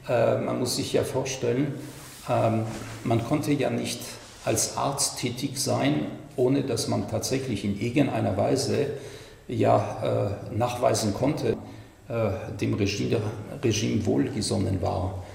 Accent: Munich, Bavaria, Germany; Gerade in München, wo ich herkomme, da waren sie sehr aktiv natürlich.

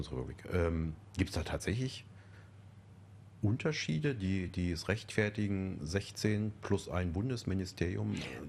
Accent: Saxony-Anhalt, Germany; Ich bin ein Kind der DDR aus Sachsen-Anhalt, das heißt, ich bin sehr religionsfern.

